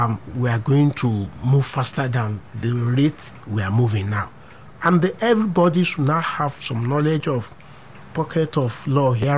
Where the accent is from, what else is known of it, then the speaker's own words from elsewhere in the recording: Isheri Olofin, Ogun, Nigeria; It's not Isheri Osun. I'm from Isheri Olofin.